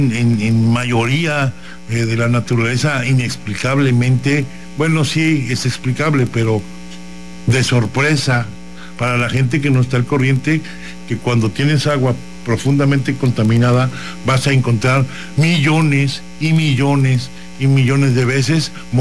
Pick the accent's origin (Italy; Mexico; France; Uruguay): Mexico; me refiero a la historia que somos los mexicanos, y no nada más los mexicanos, o sea, esto lo traemos desde antes de ser pues nosotros somos criollos, somos una mezcla, ¿no?, de sangre ya